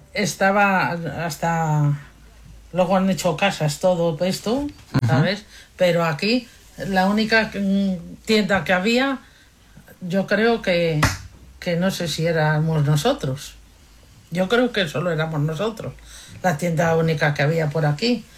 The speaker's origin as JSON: {"language": "Spanish", "town": "Peñafiel", "region": "Castile and León", "country": "Spain", "tie": "born or raised there", "said": "Nací en Peñafiel."}